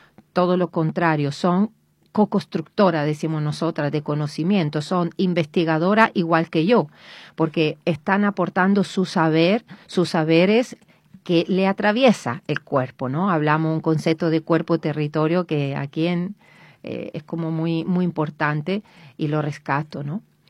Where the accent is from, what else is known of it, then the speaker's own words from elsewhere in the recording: Spain; desde luego que venimos de España